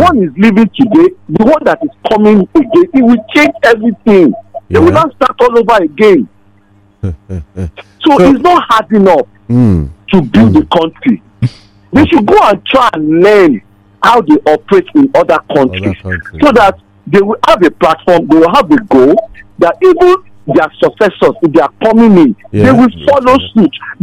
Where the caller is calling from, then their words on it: Nigeria; from Ajota.